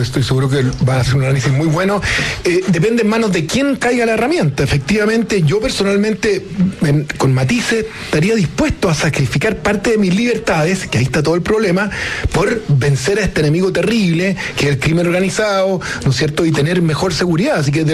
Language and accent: Spanish; Chile; Yo estoy dispuesto a sacrificar parte de mis libertades por tener un país más seguro, como muchos chilenos seguramente hoy día.